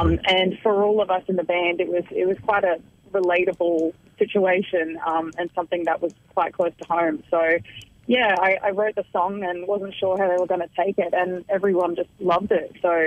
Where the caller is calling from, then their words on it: Brisbane, Queensland, Australia; From Brisbane, actually.